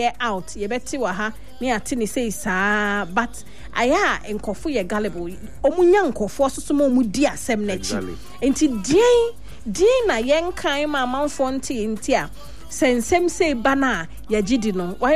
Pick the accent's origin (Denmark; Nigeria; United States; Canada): Canada; Because I'm from Canada, why?